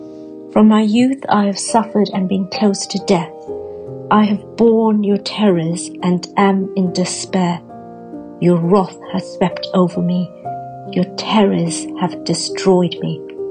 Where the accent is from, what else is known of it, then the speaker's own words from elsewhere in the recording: Bromley, London, United Kingdom; from Bromley.